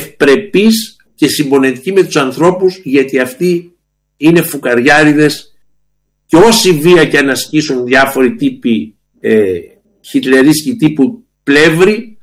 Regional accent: Greece

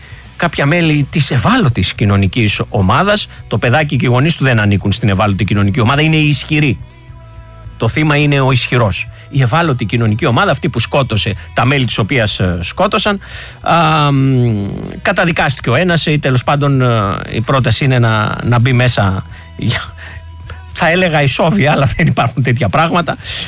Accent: Greece

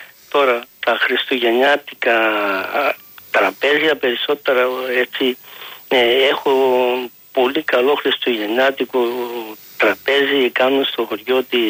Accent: Northern Greece, Greece; το βλέπω εδώ και στη Βόρεια Ελλάδα, ας πούμε εμένα το δικό μου το χωριό

